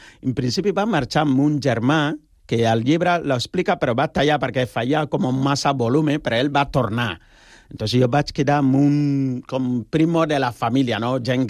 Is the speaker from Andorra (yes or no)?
no; Ghana; born or raised there; moved away